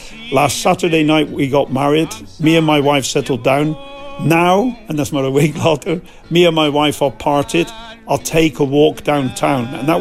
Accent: Bristol, South West England, United Kingdom; Dutch is a second language; moved away; Dat is van waar ik geboren ben, hè? Bristol, Bristol Rovers. Maar ik ben van de arme kant van Bristol, de noorden kant, de working class area.

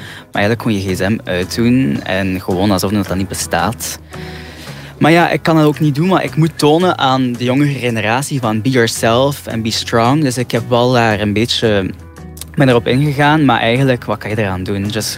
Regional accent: Knokke-Heist, Flanders, Belgium; moved away; En ja, ik ben hier opgegroeid, dus voor mij is dat gewoon nostalgisch.

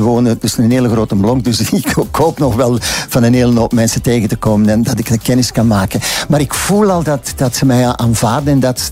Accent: Oevel, Antwerp, Belgium; also born or lived in Congo; ik ben geboren in de Congo. En dan zijn we teruggekomen omdat mijn broer malaria had. En dan hebben we 4 jaar in Oevel gewoond, bij de ouders van mijn mama.

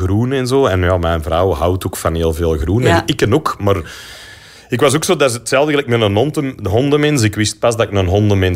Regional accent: Antwerp, Flanders, Belgium; Ik heb ook gewoond niet zo ver van Berchem Statie, maar ik ben eigenlijk van Berchem origineel. Ja. Ik ben van de Fruit of Laan, wat helemaal niet hier ver vandaan is.

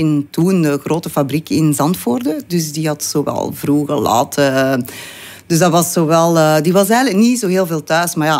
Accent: Ostend, Flanders, Belgium; born there; Ik ben geboren in Oostende, aan het Zeetje. Dus een echte West-Vlaamse. Ik ben opgegroeid

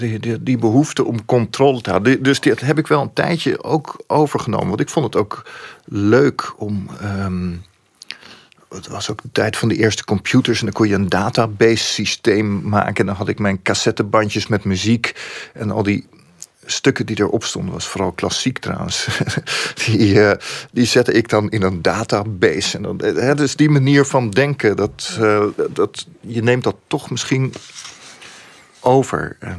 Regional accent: Leiden, South Holland, Netherlands; born or raised there

